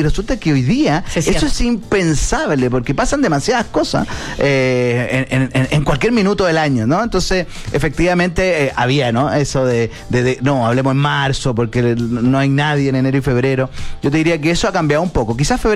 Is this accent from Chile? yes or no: yes; Chile; que es también reflexionar sobre nuestras tradiciones, sobre lo que somos como chilenos.